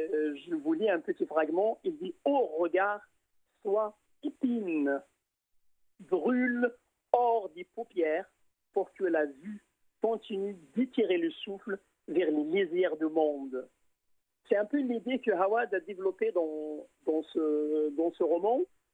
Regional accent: Drâa-Tafilalet, Morocco; ce qu'on appelle chez nous dans le Tafilal, ce bouquin-là.

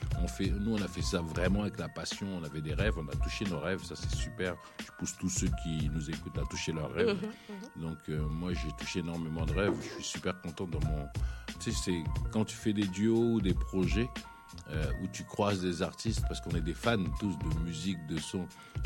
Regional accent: Sarcelles, Île-de-France, France; j'ai grandi en même temps à Sarcelles, en 95.

